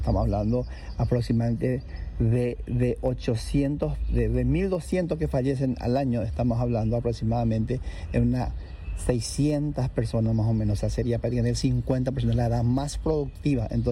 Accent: Paraguay; sabemos como paraguayo, ¿verdad?

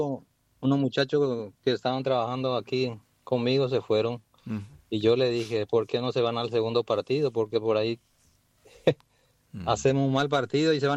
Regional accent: Paraguay; now in United States; Salí de Paraguay, pero Paraguay nunca salió de mí.

